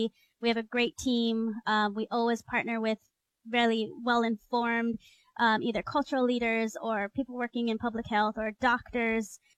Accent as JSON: {"language": "English", "region": "Hawaii", "country": "United States", "tie": "born or raised there", "said": "Yeah, well, I grew up in Hawaii. And I'm an enrolled member of the Gila River Indian community. So my family is actually from Arizona"}